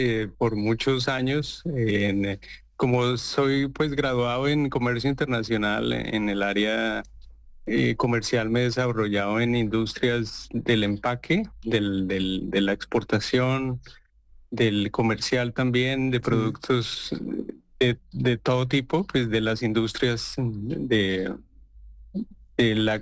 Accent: Colombia; moved away as an adult; now in Thailand; la con la que yo crecí en Colombia, ¿no?

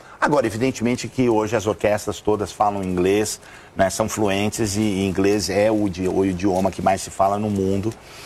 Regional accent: Brazil; now in United States; Porque depois que eu saí do Brasil, eu lembro do meu pai, horas incansáveis, escrevendo os arranjos... para dar orquestra da igreja, para o coro. E a minha primeira orquestra foi também numa igreja lá nos Estados Unidos

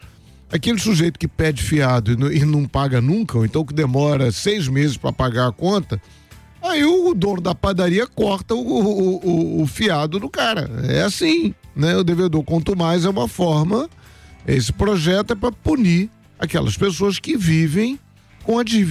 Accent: Rio de Janeiro, Brazil; somos cariocas, fluminenses

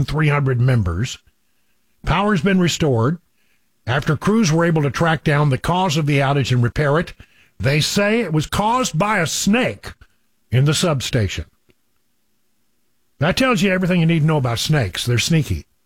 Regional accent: Texas, United States; now in Nashville, United States; Well, it's because I grew up in West Texas where the snakes can kill you.

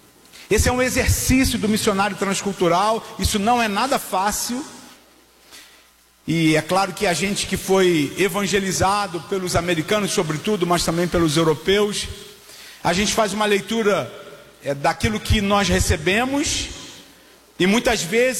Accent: Rio de Janeiro, Brazil; eu sou do Rio

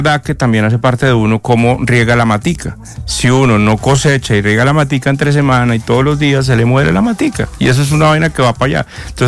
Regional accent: Colombia; lo que somos somos colombianos

